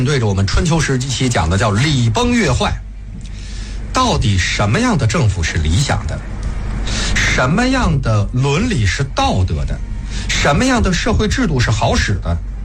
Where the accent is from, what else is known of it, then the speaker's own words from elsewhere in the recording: China; 我们中国人有一个词儿叫人心不古啊